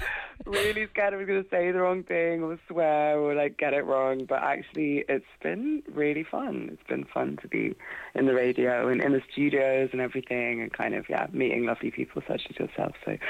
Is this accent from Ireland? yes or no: yes; Cork, Munster, Ireland; born there; So I was born in Cork, so...